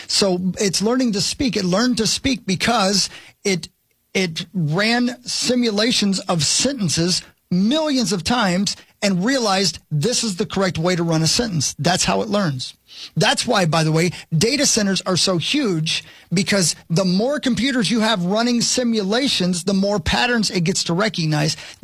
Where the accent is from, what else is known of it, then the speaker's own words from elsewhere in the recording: Indiana, United States; And I grew up in Indiana.